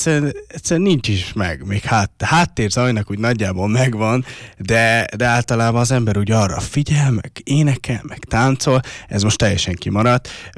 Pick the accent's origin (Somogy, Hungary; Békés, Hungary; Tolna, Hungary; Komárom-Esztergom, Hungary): Tolna, Hungary; Paks; paksiak vagyunk, mindenki ismer mindenkit